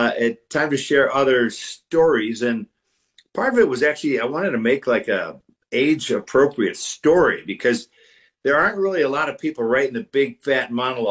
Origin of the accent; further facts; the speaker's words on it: Detroit, Michigan, United States; I'm from the Detroit area.